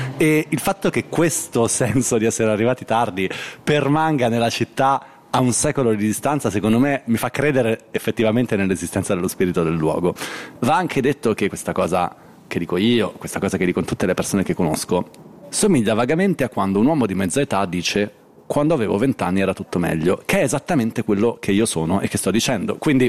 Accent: Milan, Lombardy, Italy; io sono cresciuto a Milano in la stagione in cui gli spazi di alternativa sociale, che fossero occupati, autogestiti, di ogni tipo, erano tantissimi

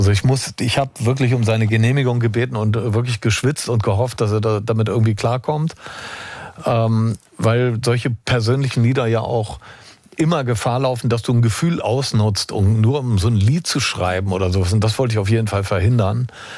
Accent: England, United Kingdom; now in Germany; Und ich als auch Engländer will meinem Sohn natürlich auch was von unseren Wurzeln mitgeben.

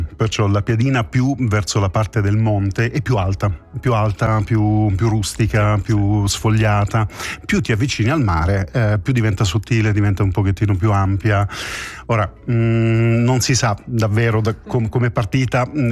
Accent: Apulia, Italy; Io sono nato in Puglia, un piccolo paesino in provincia di Brindisi

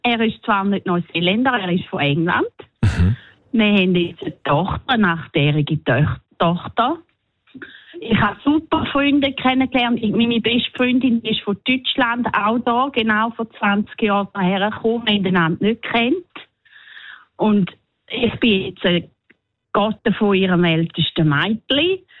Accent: Switzerland; Als Schweizer ist man manchmal ein bisschen ungewöhnlich.

